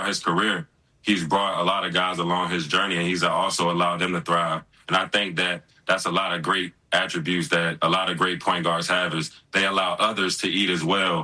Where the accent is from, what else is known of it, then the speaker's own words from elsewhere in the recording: Maryland, United States; You know, we grew up in the Maryland, D.C. area together.